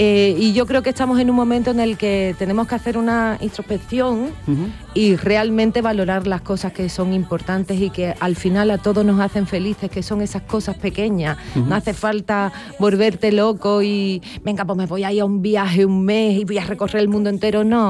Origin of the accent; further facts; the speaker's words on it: Cádiz, Andalusia, Spain; al hablar de Cádiz, al hablar de mi tierra